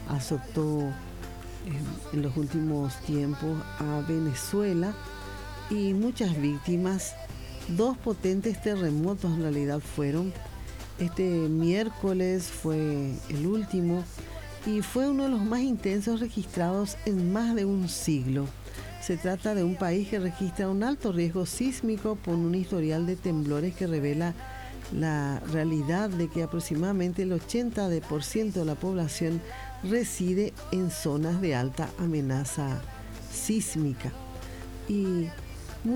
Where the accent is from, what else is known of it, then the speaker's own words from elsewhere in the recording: Paraguay; Nuestra solidaridad como paraguayos